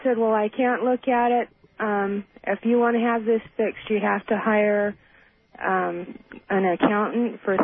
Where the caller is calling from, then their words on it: Reno, Nevada, United States; from Reno.